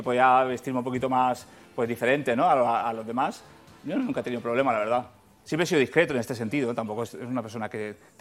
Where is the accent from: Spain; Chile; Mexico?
Spain; Santa Coloma de Gramenet, Catalonia; born there